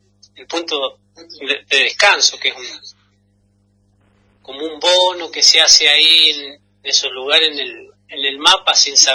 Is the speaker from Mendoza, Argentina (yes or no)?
yes; Mendoza, Argentina; Yo vengo del Payún Matrú